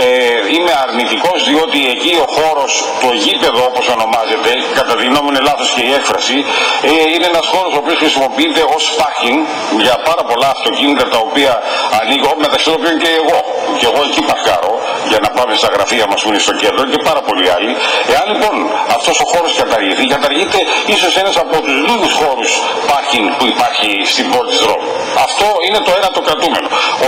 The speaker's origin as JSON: {"language": "Greek", "town": "Rhodes", "region": "South Aegean", "country": "Greece", "said": "ως Ροδίτης, ο οποίος έχω και μια ηλικία πλέον και επειδή δυστυχώς ή ευτυχώς θυμάμαι πως ήταν η Ρόδος πριν από 50 χρόνια"}